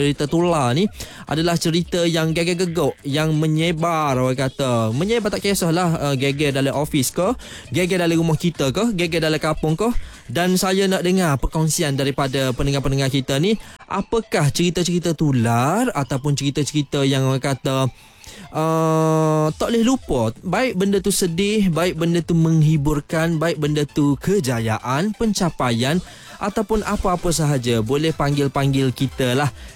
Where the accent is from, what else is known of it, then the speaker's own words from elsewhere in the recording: Kelantan, Malaysia; Dan kita sebagai orang Kelantan